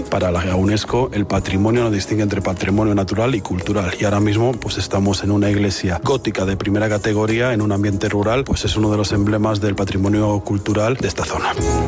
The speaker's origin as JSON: {"language": "Spanish", "town": "Palencia", "region": "Castile and León", "country": "Spain", "tie": "born there", "moved": "as an adult", "said": "Soy nacido en Palencia y llegué a Fuenteodra hace 25 años por inmobiliaria."}